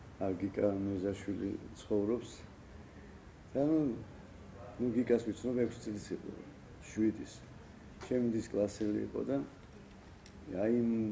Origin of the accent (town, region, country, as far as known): Tbilisi, Georgia; born there; moved away as an adult; also born or lived in Moscow